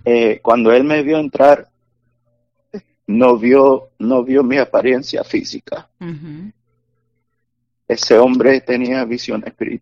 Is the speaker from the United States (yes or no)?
yes; Houston, Texas, United States; yo me crié ahí en Houston y conozco a todos de ahí.